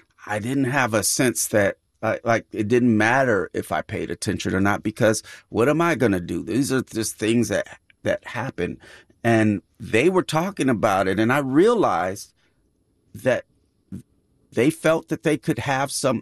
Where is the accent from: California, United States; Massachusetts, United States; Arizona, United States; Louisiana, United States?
California, United States